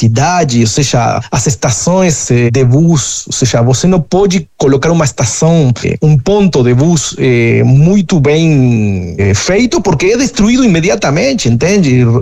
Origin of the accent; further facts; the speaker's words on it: Uruguay; em Uruguai, que foi o país onde eu cresci, entende? Morei toda a minha vida lá